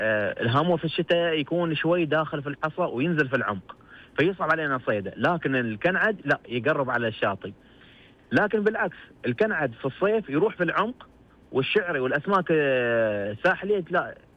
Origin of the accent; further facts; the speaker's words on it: Saudi Arabia; وعندنا في الشمال منطقة تبوك واملج.